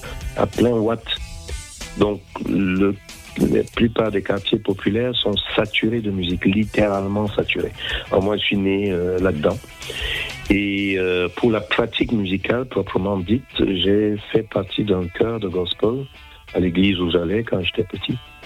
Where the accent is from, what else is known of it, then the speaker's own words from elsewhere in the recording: Cameroon; moved away; Je pense que ça vient de mon enfance au Cameroun.